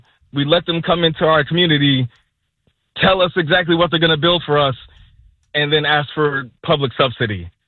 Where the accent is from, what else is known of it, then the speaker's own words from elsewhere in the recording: St. Petersburg, Florida, United States; I'm born and raised in St. Pete. I'm 40 years old.